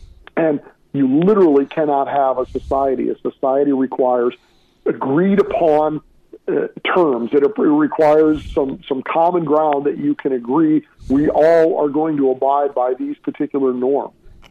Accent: St. Louis, Missouri, United States; my hometown of St. Louis

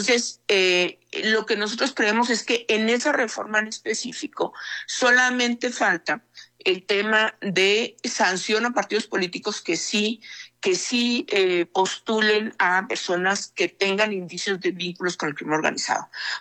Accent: Chihuahua, Mexico; born or raised there

